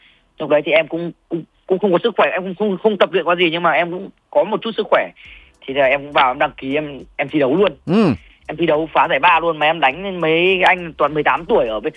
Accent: Chiêu Khúc, Hanoi, Vietnam; lần đầu tiên đó chính là quê hương em cũng là cái nôi sinh ra bá vật cổ truyền

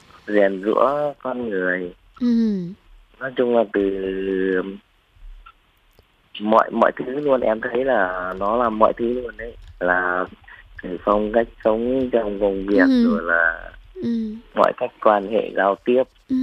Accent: Thanh Hoa, Vietnam; now in Hung Yen, Vietnam; Em ở Thanh Hóa chị ạ.

